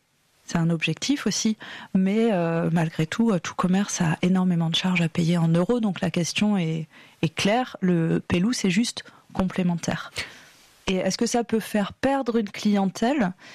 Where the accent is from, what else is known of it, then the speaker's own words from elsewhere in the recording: Glanges, Nouvelle-Aquitaine, France; Donc moi je suis de Glange, donc de la communauté de communes Briançon-Sud-Haute-Vienne, et là-bas on est tous familiers vraiment avec cet outil